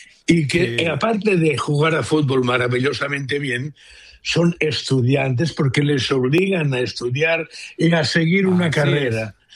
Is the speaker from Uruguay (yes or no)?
no; Barcelona, Catalonia, Spain; born there; Yo nací en Barcelona.